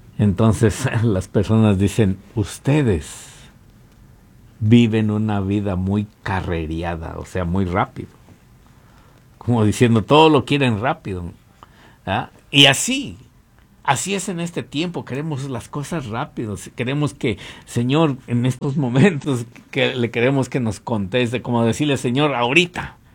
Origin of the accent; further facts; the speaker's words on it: Mexico; moved away as an adult; yo recuerdo que hace algún tiempo cuando estaba allá en México, en mi país, una vez me mandaron a trabajar a cierto estado con otras personas.